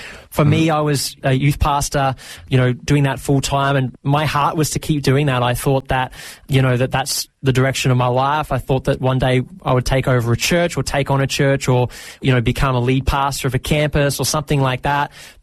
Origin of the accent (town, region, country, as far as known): Bendigo, Victoria, Australia; born or raised there; also born or lived in Maryborough